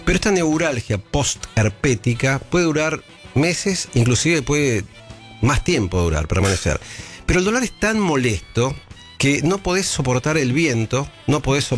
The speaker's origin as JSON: {"language": "Spanish", "country": "Argentina", "said": "Nosotros, bueno, somos argentinos, estamos siempre claro, preparados para la guerra."}